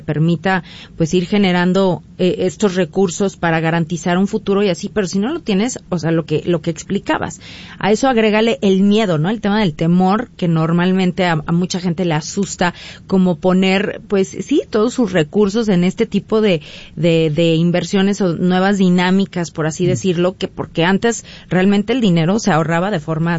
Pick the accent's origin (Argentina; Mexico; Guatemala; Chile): Mexico; si de por sí, como mexicanos, no tenemos una educación financiera.